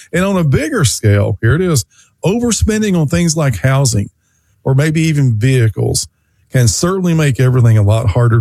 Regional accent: Manchester, Tennessee, United States; A national phenomenon that is happening in my hometown, Manchester, Tennessee.

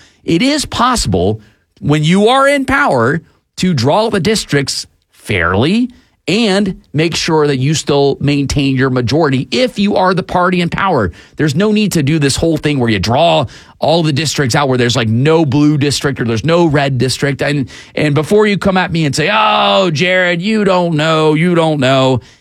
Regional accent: Georgia, United States; my home state of Georgia

